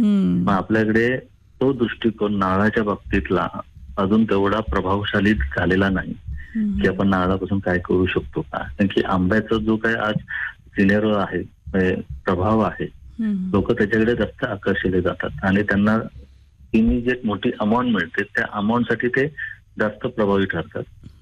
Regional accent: Mumbai, Maharashtra, India; मुळात मी मुंबईचाच आहे. 2011 मुंबईत करून गावाकडे आलेलो आहे.

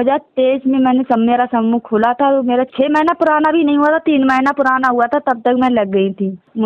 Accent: Bareilly district, Uttar Pradesh, India; मैं ग्राम सरकड़ा की रहने वाली हूँ, मेरी तहसील है फरीदपुर और जिला बरेली ब्लॉक फरीदपुर

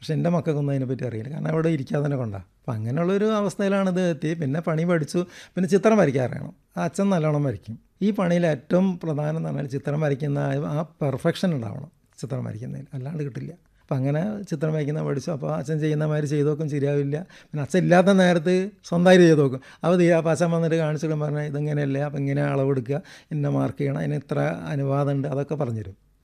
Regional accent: Nadakkavu, Kerala, India; born there; നടക്കാവിൽ കുഴിക്കണ്ടി പറമ്പിലാണ് താമസിക്കുന്നത്.

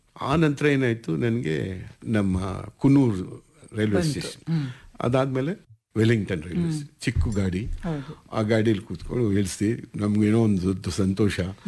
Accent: Bengaluru, Karnataka, India; ಎಲ್ಲಿಯವನು ನೀನು ಅಂದ, ಸರ್ ನಾನು ಬೆಂಗಳೂರು ಕರ್ನಾಟಕ ಸರ್.

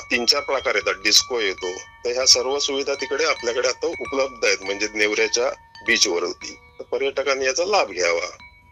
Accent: Nevre, Maharashtra, India; माझं गाव आहे नेवरे काजीरवाटी.

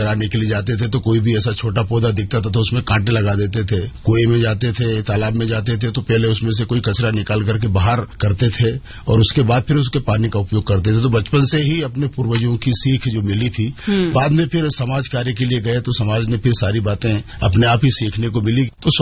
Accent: a small village in Rajgarh district, Madhya Pradesh, India; born there; now in Betul district, India; मैं एक ग्रामीण क्षेत्र का निवासी हूँ। मेरे जन्म जो है वो राजगढ़ जिले के छोटे से गांव में हुआ है

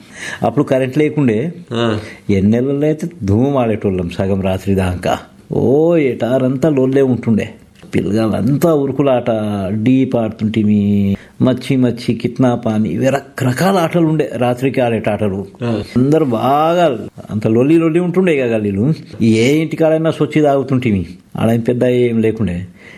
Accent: Adilabad, Telangana, India; నేనైతే ఈడనే పుట్టిన.

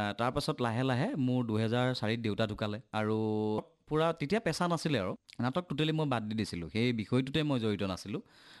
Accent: Nonoi, Assam, India; আৰু অভিনয়ৰ যাত্ৰাটো মোৰ আৰম্ভ হৈছে মোৰ সৰুৰে পৰাই, তৃতীয় চতুৰ্থমান শ্ৰেণীত পঢ়ি থাকোঁতেই ননৈত এটা এনি উমলা ঘৰ বুল

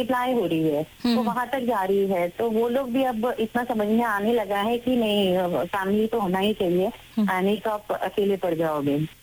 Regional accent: Raipur, Chhattisgarh, India; मैं यहाँ रायपुर छत्तीसगढ़ से हूँ

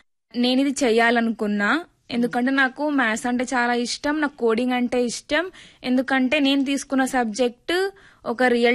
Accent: Adilabad, Telangana, India; మాది ఆదిలాబాద్.

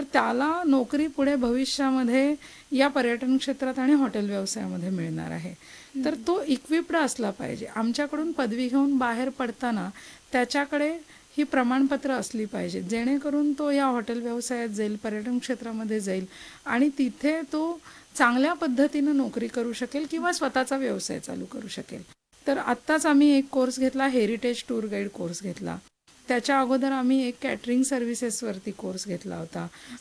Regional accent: Ichalkaranji, Maharashtra, India; moved away; मी मूळची आहे इचलकरंजीची म्हणजे कोल्हापूरची आहे, पण इथं आल्याच्या नंतर इथला जो माणूस आहे तो इथलाच कायमचा होऊन जातो असं वाटतं मला की माझा जन्म देखील इथंच झालेला आहे.

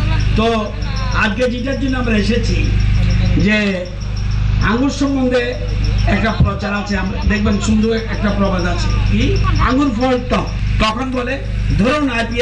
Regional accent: India

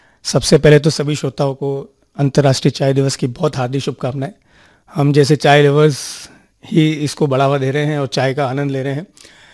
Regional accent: Rajasthan, India; हम लोग सब मेवाड़ से हैं

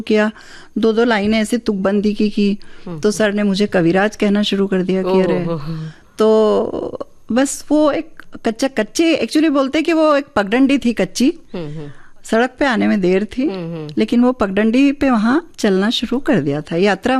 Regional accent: Mandsaur, Madhya Pradesh, India; हम लोग मंदसौर से हैं मूलतः, मेरा जन्म स्थान जो है वो मंदसौर है, मालवा का एक छोटा सा कस्बा है

